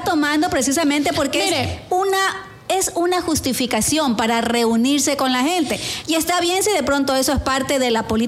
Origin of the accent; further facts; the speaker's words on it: Ecuador; nosotros somos ecuatorianos y tenemos una cultura que está mezclada con la costa, la sierra, el oriente, Galápagos.